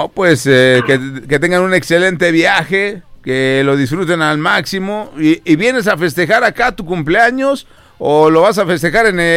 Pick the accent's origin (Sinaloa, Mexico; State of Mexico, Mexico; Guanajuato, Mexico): Guanajuato, Mexico; Pénjamo; now in Tlajomulco, Mexico; desde Tlajomulco, pero soy de Pénjamo, Guanajuato.